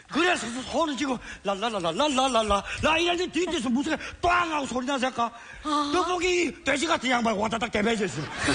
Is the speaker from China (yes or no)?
yes; Helong, Jilin, China; 나는 저 화룡 로가에서 왔습니다.